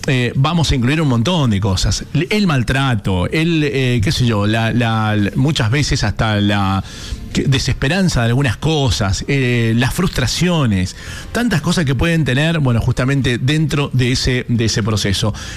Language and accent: Spanish; Mendoza, Argentina; acá como mendocinos